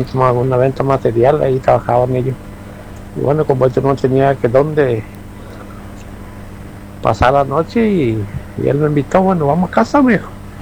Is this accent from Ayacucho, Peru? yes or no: no; Lima, Peru; Yo soy de Lima.